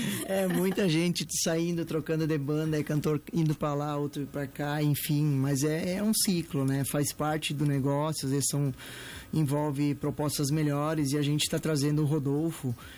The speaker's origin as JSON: {"language": "Portuguese", "town": "Santa Clara do Sul", "region": "Rio Grande do Sul", "country": "Brazil", "said": "Eu sou lá de Santa Clara"}